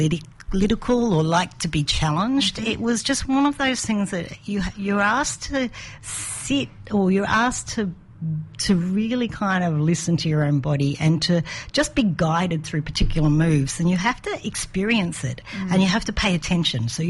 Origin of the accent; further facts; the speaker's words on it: Brisbane, Queensland, Australia; moved away as an adult; also born or lived in Canberra; I grew up in Brisbane.